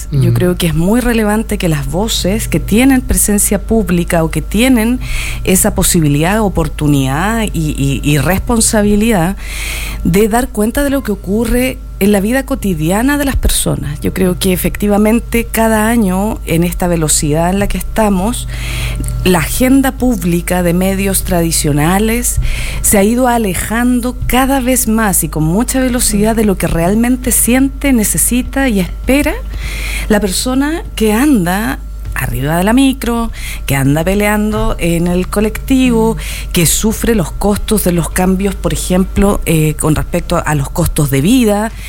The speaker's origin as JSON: {"language": "Spanish", "region": "Valparaíso", "country": "Chile"}